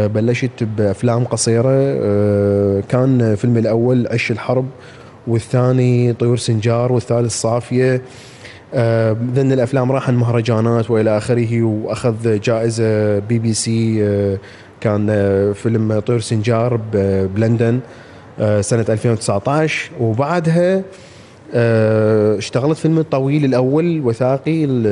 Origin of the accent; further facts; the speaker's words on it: Iraq; من العراق